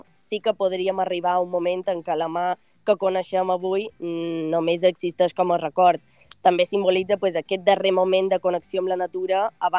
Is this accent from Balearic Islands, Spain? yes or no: yes; Balearic Islands, Spain; Al final soc de Mallorca, això influeix.